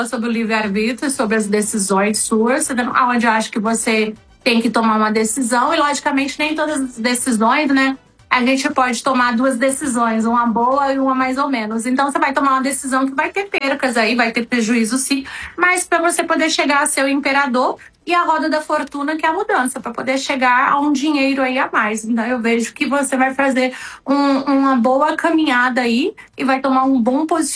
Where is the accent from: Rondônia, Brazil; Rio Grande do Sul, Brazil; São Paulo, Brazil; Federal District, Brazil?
Federal District, Brazil; Brasília; born there; now in Balneário Camboriú, Brazil; Não, eu nasci em Brasília, tá? Fui morar em Santa Catarina, Balneário Camboriú, tem 14 anos que moro lá